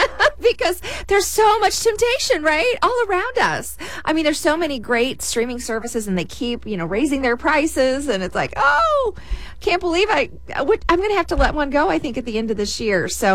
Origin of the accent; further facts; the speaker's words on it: St. Louis, Missouri, United States; he's from my hometown of St. Louis.